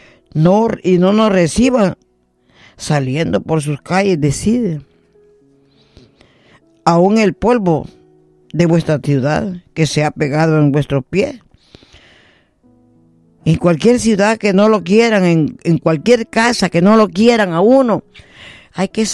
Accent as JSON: {"language": "Spanish", "country": "El Salvador", "said": "en mi país, El Salvador."}